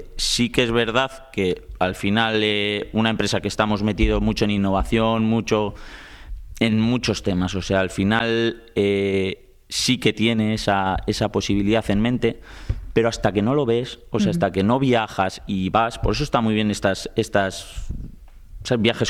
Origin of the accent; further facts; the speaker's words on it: Basque Country, Spain; Claro, o sea, somos vascos, vascos, ¿eh?